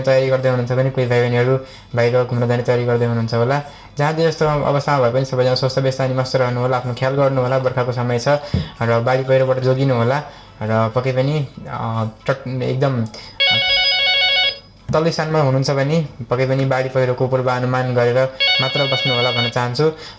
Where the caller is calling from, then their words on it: Nepalgunj, Lumbini Province, Nepal; अहँ, नेपालगञ्जदेखि।